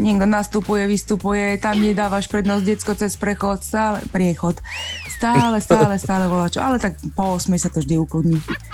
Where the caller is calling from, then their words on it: Levice, Nitra Region, Slovakia; u nás v Levíciach je tiež relatívne pokoj.